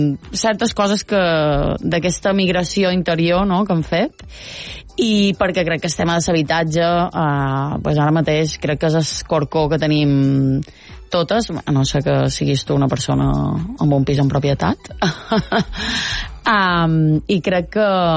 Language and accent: Catalan; Mallorca, Balearic Islands, Spain; now in Barcelona, Spain; la gent que som de Mallorca i vivim a Barcelona